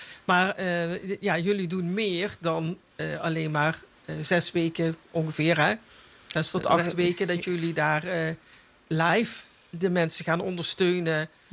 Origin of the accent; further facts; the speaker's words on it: Netherlands; want zo zijn wij Nederlanders dan toch ook wel weer, hè?